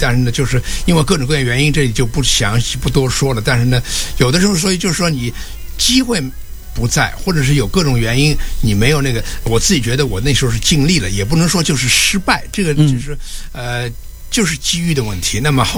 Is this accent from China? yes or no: yes; Shanghai, China; born there; 我是因为我是在上海的河滨大楼出生的，就是河滨的